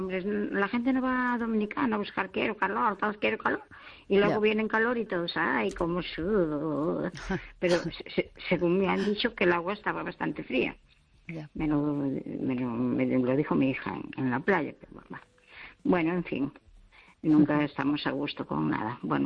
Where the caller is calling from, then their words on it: Pontevedra, Galicia, Spain; Buenas noches … de Pontevedra.